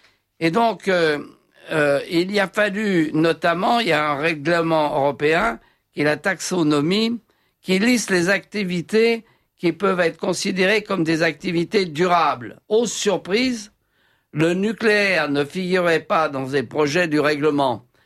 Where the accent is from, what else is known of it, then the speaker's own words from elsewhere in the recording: France; chez nous, en France